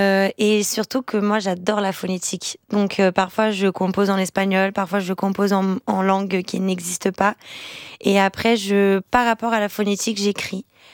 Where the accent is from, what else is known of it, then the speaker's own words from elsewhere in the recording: Brazil; moi en tant que brésilienne.